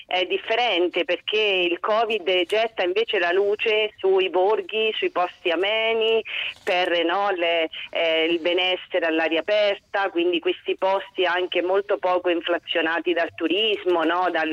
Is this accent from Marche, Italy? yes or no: yes; San Ginesio, Marche, Italy; il mio paese, il mio borgo, San Ginesio. Noi ci troviamo in questo splendido borgo medievale all'interno del Parco Nazionale dei Monti Sibillini in provincia di Macerata, e quindi il paese che mi ha cresciuta